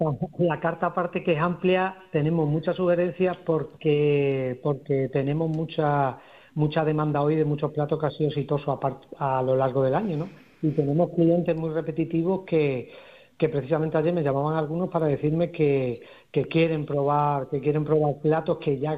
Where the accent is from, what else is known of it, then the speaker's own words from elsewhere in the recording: Extremadura, Spain; porque soy un enamorado de mi tierra, porque con ello se quiere decir que estoy poniendo mi granito de arena en la gastronomía extremeña, que es por lo que estamos luchando día a día, ¿no? Y luchando también por mi tierra, ¿no?